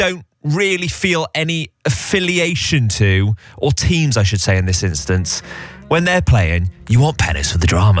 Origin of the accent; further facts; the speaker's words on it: Wales, United Kingdom; Even though I'm Welsh